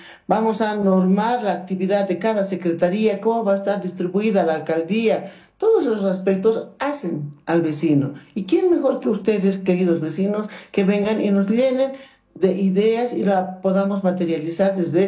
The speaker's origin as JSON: {"language": "Spanish", "region": "La Paz", "country": "Bolivia", "said": "nosotros como paceños."}